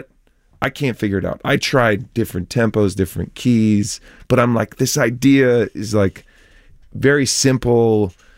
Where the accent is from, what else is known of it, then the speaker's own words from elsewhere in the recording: Eugene, Oregon, United States; now in Nashville, United States; So I'm from Eugene, Oregon originally. Sixth generation Oregonian.